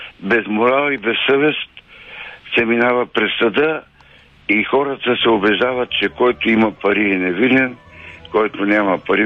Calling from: Teteven, Lovech Province, Bulgaria; от Тетевен.

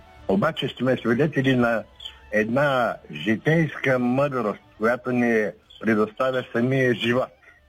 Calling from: Sofia, Sofia City, Bulgaria; от София съм.

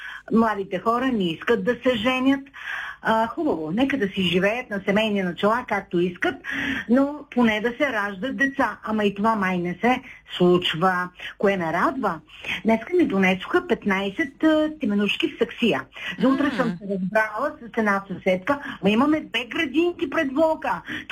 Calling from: Shumen, Shumen Province, Bulgaria; съм от Шумен.

